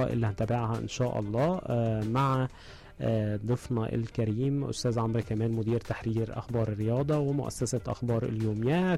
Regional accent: Egypt; كمصريين الكل منتظر

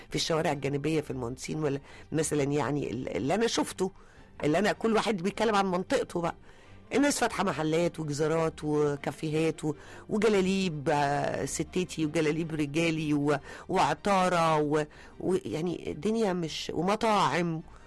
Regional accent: Egypt; now in Mohandessin, Giza, Egypt; إحنا كمصريين

